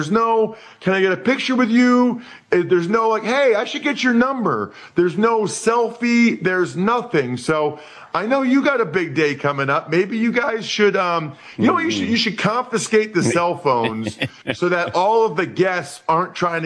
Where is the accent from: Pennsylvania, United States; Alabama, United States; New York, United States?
Pennsylvania, United States; Wyomissing; we're both from Wyomissing, Pennsylvania.